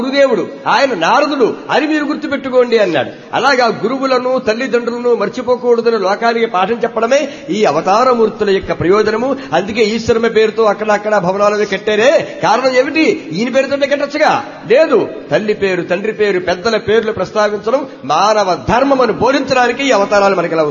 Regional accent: East Godavari district, Andhra Pradesh, India; మా స్వగ్రామం తూర్పుగోదావరి జిల్లా ఏడిద ప్రక్కనే మెండపాట

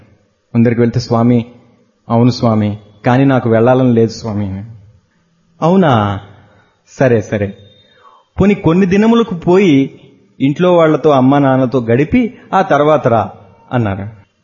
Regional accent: Visakhapatnam, Andhra Pradesh, India; moved away as an adult; now in Puttaparthi, India; మా సొంత ఊరు విశాఖపట్నం

